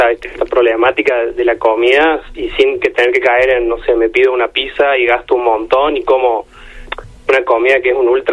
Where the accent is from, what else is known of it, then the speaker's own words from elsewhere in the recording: Córdoba, Argentina; moved away as an adult; also born or lived in United States; Yo nací en Argüello.